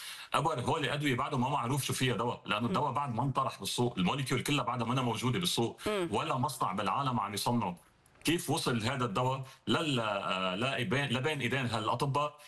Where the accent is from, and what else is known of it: Lebanon